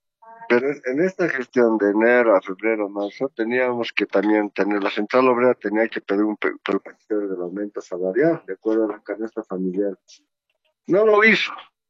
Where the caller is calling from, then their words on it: La Paz, Bolivia; yo estoy llamando desde la ciudad de La Paz